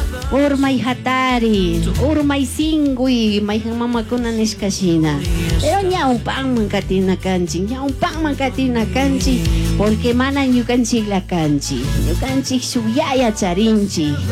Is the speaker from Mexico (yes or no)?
no; Ecuador